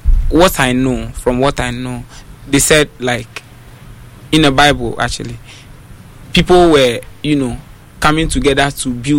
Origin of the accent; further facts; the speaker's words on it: Volta, Ghana; I'm from Volta. So I just did one song in Ewe.